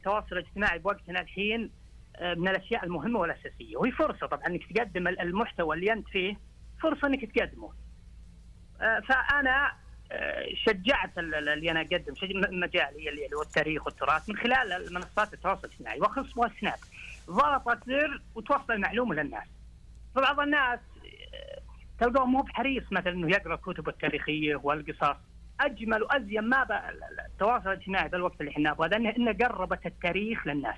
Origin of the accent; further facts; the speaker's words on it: Al-Qassim, Saudi Arabia; accent: Qassimi; إني دامج لهجتي القصيمية بسرد القصة. طبيعي إني أعتز بلهجتي وأتكلم